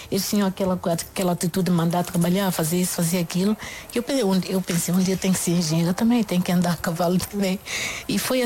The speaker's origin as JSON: {"language": "Portuguese", "region": "São Tomé", "country": "São Tomé & Príncipe", "tie": "born or raised there", "also_born_or_lived": "Krasnodar, Russia", "moved": "as an adult", "lives_now": "Portugal", "said": "Eu nasci em São Tomé, mais precisamente em António Soares, que é uma pequena localidade lá em São Tomé."}